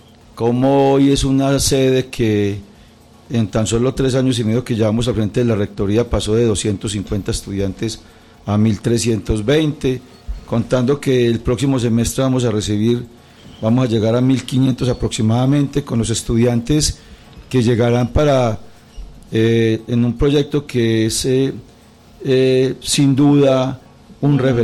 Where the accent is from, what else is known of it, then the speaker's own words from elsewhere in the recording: Samaná, Caldas, Colombia; y hoy aquí en Samaná, en mi pueblo